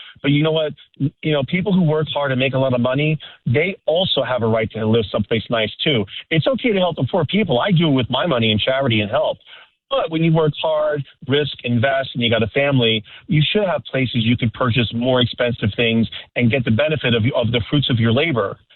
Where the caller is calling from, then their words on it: Irvine, California, United States; I'm a real estate agent in Irvine. I got to tell you, I live here for 30 years.